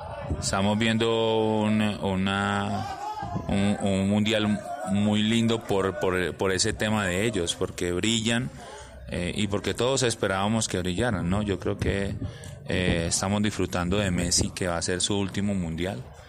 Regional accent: Colombia; uno como colombiano

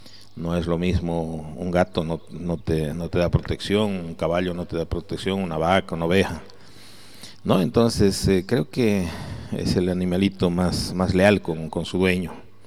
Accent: Bolivia; así somos los bolivianos

